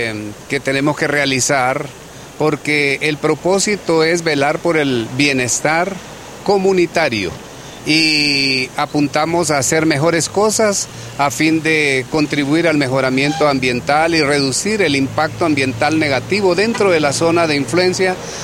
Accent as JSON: {"language": "Spanish", "town": "Siguatepeque", "region": "Comayagua", "country": "Honduras", "said": "todos como hondureños, especialmente de Siguatepeque"}